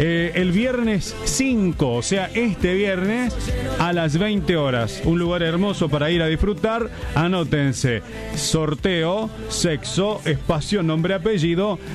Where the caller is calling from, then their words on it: Roldán, Santa Fe, Argentina; de Roldán, provincia de Santa Fe.